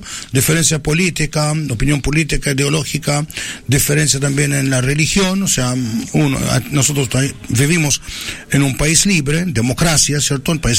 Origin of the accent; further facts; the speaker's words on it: Chile; nos une el hecho que somos chilenos